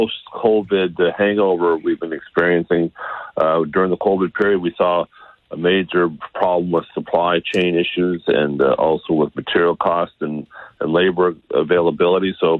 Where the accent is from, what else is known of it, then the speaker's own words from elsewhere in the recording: Ontario, Canada; now in Nova Scotia, Canada; I'm from Ontario too, Dan.